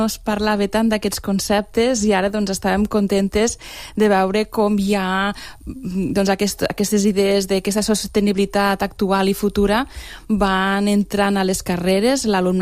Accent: Lleida, Catalonia, Spain; soc de Lleida, des de Lleida, des de la terra ferma.

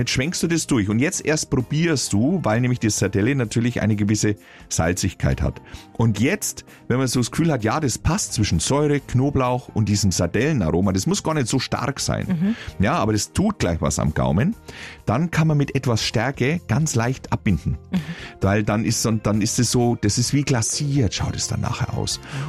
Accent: Franconia, Germany; weil ich sie als Franke nicht aussprechen kann

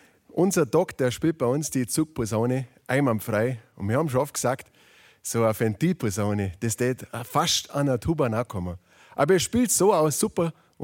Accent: Kempten, Bavaria, Germany; Wir kommen ja alle aus Kempten, aus dem Allgäu und wir sind alles Mitglieder der Stadtkapelle Kempten oder waren es zumindest schon mal.

